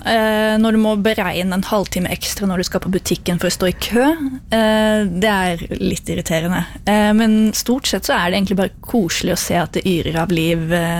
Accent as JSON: {"language": "Norwegian", "town": "Hvaler", "region": "Østfold", "country": "Norway", "tie": "born or raised there", "moved": "as an adult", "lives_now": "Oslo, Norway", "said": "bor jeg I Oslo, litt utenfor sentrum, vel å merke. Jeg må jo puste litt. Sånn, blitt litt mer bymenneske etter jeg flyttet fra Hvaler, men liker fortsatt litt landlig omgivelse."}